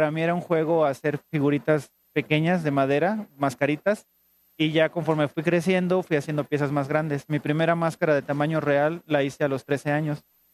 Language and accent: Spanish; Chapulhuacanito, San Luis Potosí, Mexico; Soy de Chapulhuacanito, en Tamazunchale.